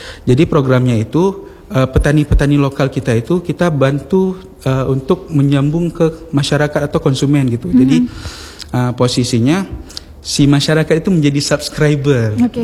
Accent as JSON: {"language": "Indonesian", "region": "Aceh", "country": "Indonesia", "said": "kita Aceh ini"}